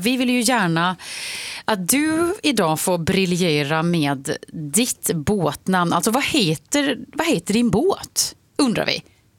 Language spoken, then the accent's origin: Swedish; Gotland, Sweden; Nej, jag är från Gotland, ingen hemlighet.